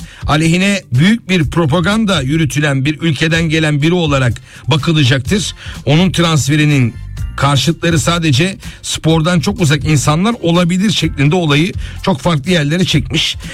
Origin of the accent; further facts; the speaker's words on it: Kocaeli, Turkey; Tabii biraz da duygusal kısım olabiliyor, bir Kocaelili olarak söylüyorum.